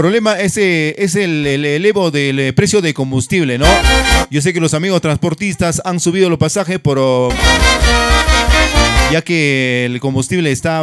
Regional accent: Marián, Ancash, Peru; saludito para la gente bonita de Marián, mi tierra natal. La tierra donde me vio nacer.

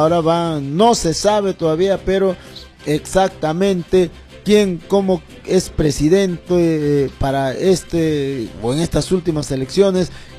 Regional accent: Peru; como un peruano más aquí

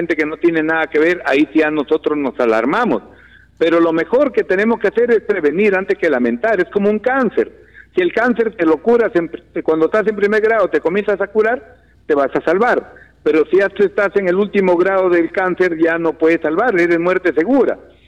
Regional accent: Olmos, Lambayeque, Peru; moved away

